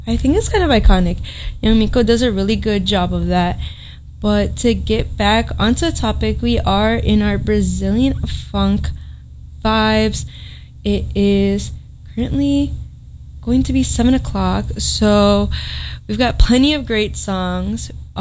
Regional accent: United States; I know that because I'm Mexican American

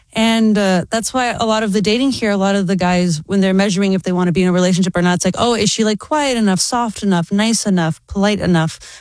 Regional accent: Florida, United States; now in Boston, United States; I grew up in Florida to a Cuban family where we're always loud.

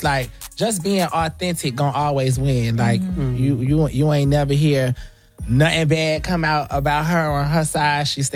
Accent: Florida, United States; it reminded me of growing up in Florida, though. Like, even being... That's when I was a little boy.

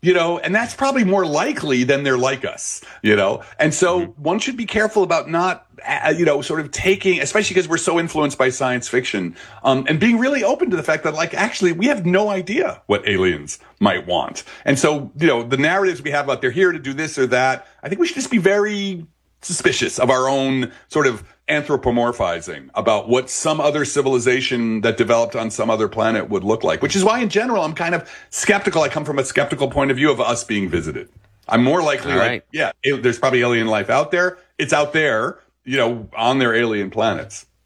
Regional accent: Belleville, New Jersey, United States

